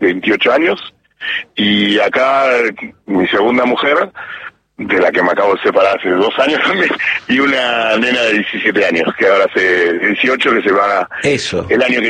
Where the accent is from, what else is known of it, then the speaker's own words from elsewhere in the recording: Neuquén, Argentina; representante de Neuquén, y tenemos un grupo de cocineros que andamos por todo el país, y tal cual, nos pasa, somos cuatro patagónicos